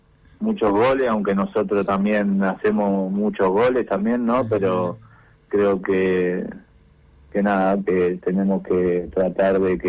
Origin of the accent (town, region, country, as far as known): Berazategui, Buenos Aires Province, Argentina; born there; now in San Isidro, Argentina